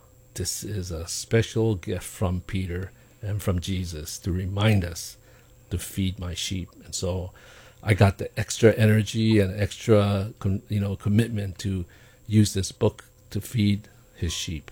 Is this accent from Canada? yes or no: no; Okinawa, Japan; moved away; I come from Okinawa, right?